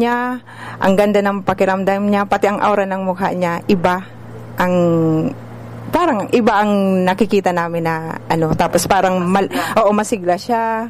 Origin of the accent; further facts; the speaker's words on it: Legazpi, Bicol Region, Philippines; taga Porokshete, Kambugtong, Legazpi City.